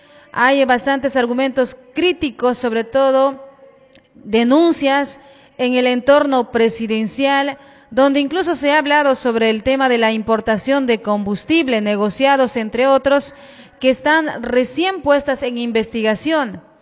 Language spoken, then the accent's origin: Spanish; Bolivia; como ciudadana boliviana, mi persona